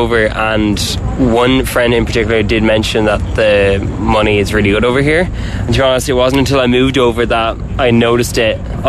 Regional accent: Galway, Connacht, Ireland; I'm from Galway, you need to live out if you want to get a good job up in Dublin or whatever.

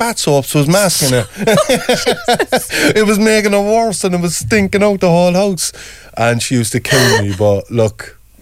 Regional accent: Ireland; I'm from Parklands. Great place to grow up.

